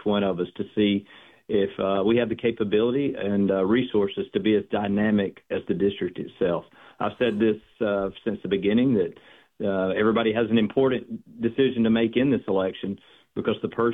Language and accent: English; Fayetteville, Tennessee, United States; Yeah, I grew up, born and raised in Fayetteville, Tennessee, right on the Alabama-Tennessee state line, just north of Huntsville.